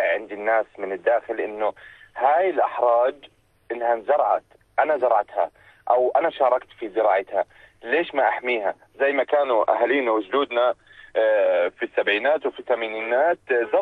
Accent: Jordan; now in Naur, Jordan; الثروة الخضراء الموجودة عندنا في الأردن

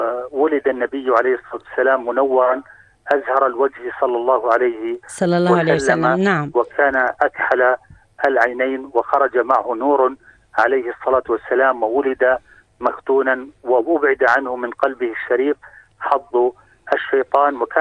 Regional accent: Jordan; نحن كأردنيين

